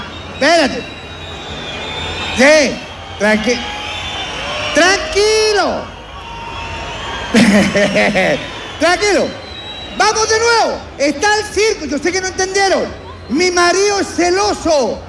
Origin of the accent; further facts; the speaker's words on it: La Florida, Santiago Metropolitan, Chile; Yo soy de la yo soy de la Floriguana, o sea, de la Florida. Yo soy de ahí.